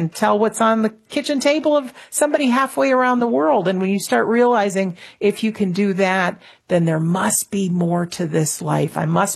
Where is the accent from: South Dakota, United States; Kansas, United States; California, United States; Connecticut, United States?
Connecticut, United States; also born or lived in Massachusetts; now in Rhode Island, United States; I am in the little state of Rhode Island. Now, I have family back in Minnesota, I do, and way back when there were people in Wisconsin on my mother's side, but I grew up in Connecticut, born in Massachusetts, currently reside.